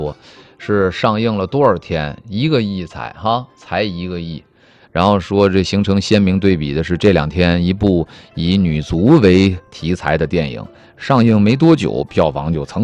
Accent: Northeast China, China

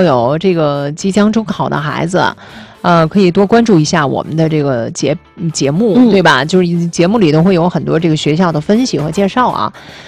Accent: Tianjin, China; 以前确实跟咱们土生土长的这种天津人，包括他的这个文化呀，都是有关的。

